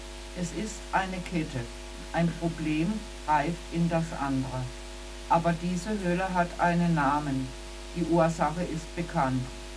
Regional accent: Cuba; dem Publikum meine Geschichte, meine Kindheit in Kuba zu vermitteln. Wir wissen alle, was gerade auf Kuba los ist.

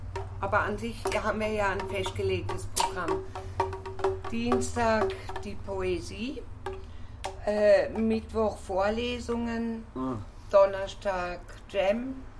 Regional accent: Freiburg im Breisgau, Baden-Württemberg, Germany; ich bin aber in der Erwinstraße, heißt drei Straßen weiter aufgewachsen und habe mich ja nicht weit vermählt mit meinen Kindern. Ja, ja. Also schon lustig, irgendwie im Quartier geblieben.

